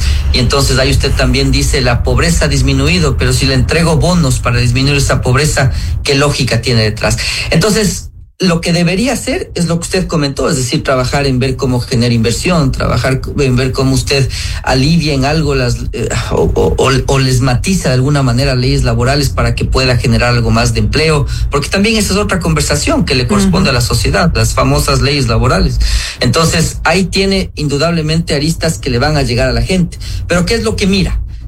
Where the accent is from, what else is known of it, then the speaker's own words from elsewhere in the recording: Ecuador; tenemos como ecuatorianos